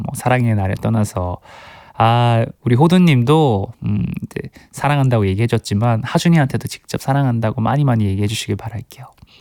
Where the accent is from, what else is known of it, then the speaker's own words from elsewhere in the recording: Gyeongsang, South Korea; 저도 또 경상도 출신 아니겠어요.